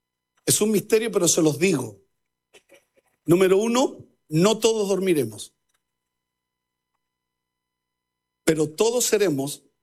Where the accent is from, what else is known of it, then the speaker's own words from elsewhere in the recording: Chile; Así somos los chilenos.